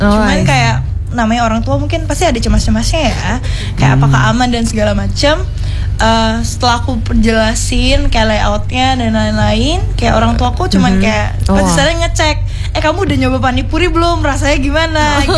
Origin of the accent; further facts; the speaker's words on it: Palembang, South Sumatra, Indonesia; Aku juga orang Palembang.